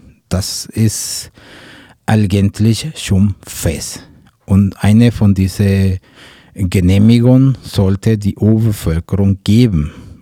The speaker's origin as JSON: {"language": "German", "country": "Mexico", "second_language": "German", "said": "was ich als Mexikaner, was wir uns als Mexikaner gewöhnt sind, in dem Sinne, dass solche Projekte kommen mit Bestechungen, mit Bedrohungen, die werden Aktivisten ermordet. In Mexiko werden immer noch"}